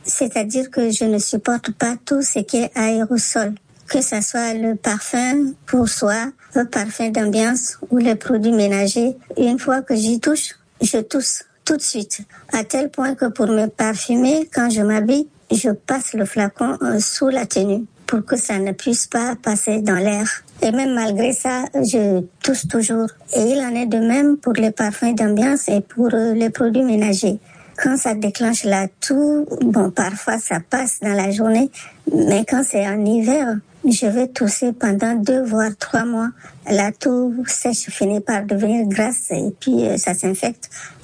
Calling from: Bordeaux, Nouvelle-Aquitaine, France; je vis à Bordeaux en France. J'ai 68 ans.

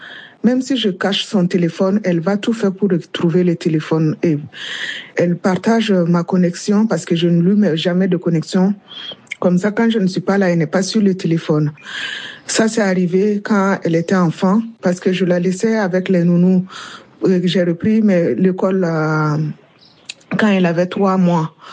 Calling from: Côte d’Ivoire; j'ai 44 ans et je vis en Côte d'Ivoire.

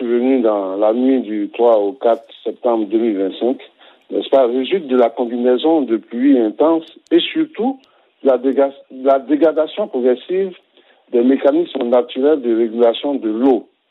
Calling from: Dabou, Lagunes, Côte d’Ivoire; je suis dans le sud de la Côte d'Ivoire, je suis à Dabou. J'ai été à Mans pendant il y a 15 ou 20 ans et ensuite... il y a 2 ou 3 ans également.

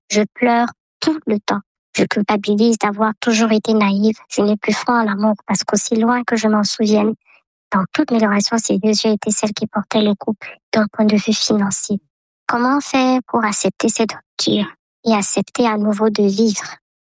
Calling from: Nkongsamba, Littoral, Cameroon; J'ai 43 ans. Je vis à Nkosamba, au Cameroun.

